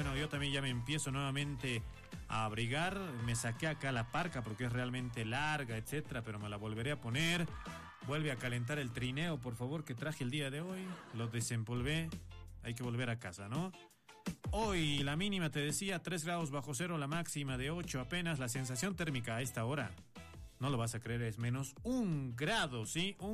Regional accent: Bolivia

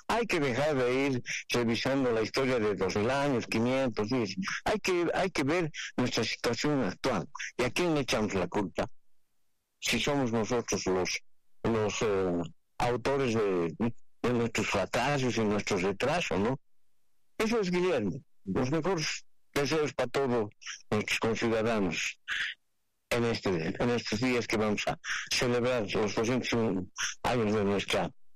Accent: Bolivia

